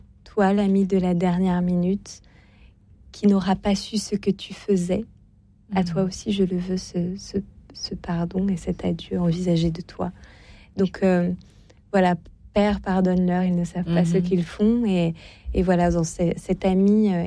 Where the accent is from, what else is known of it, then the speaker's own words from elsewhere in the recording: Auvergne-Rhône-Alpes, France; Alors, bah moi je viens de Savoie en plus, donc ça nous fait un point commun.